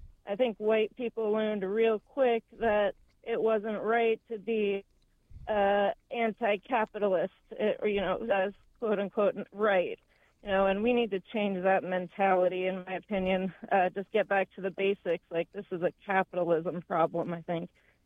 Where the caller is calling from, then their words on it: Maryland, United States; I'm calling from Maryland.